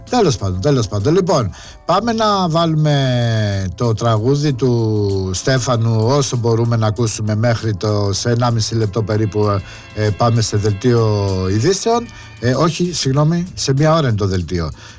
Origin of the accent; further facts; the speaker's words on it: Greece; ειδικά εγώ σαν Έλληνας, είναι προσωπική μου άποψη καθαρά, όταν ξέρω ότι είμαι στην άκρη της Ευρώπης, είμαι ο ακρίτας της Ευρώπης